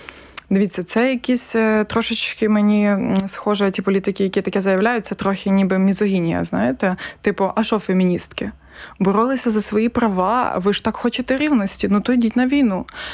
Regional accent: Volyn Oblast, Ukraine; я з Волинської області

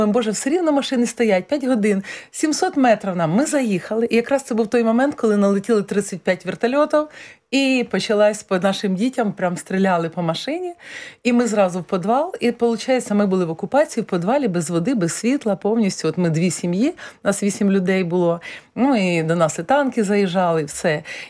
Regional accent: Kyiv, Ukraine; moved away as an adult; now in Poland; Я з Києва

